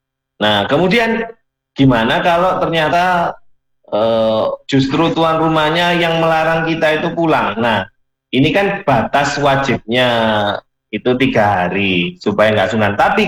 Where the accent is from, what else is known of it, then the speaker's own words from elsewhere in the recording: Java, Indonesia; kita orang Jawa seperti itu